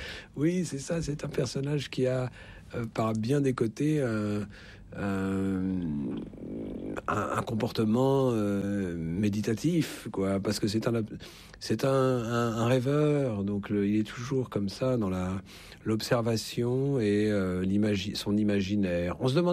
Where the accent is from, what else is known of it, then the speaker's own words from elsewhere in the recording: Paris, Île-de-France, France; en tant que petit Parisien, je ne connaissais pas Paris, je connaissais juste mon quartier.